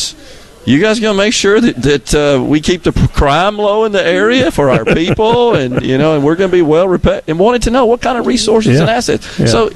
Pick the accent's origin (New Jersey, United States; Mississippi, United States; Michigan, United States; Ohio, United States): Mississippi, United States; right here in my home state, in this area.